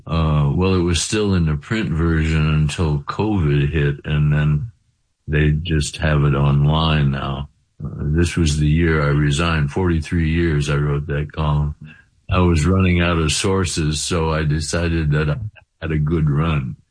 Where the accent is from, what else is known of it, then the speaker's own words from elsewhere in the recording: Kirkland, Washington, United States; where I grew up in Kirkland, Washington.